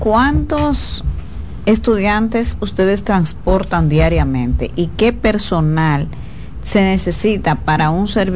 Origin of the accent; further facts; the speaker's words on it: Dajabón, Dominican Republic; born there; moved away; eso es cerca de mi pueblo.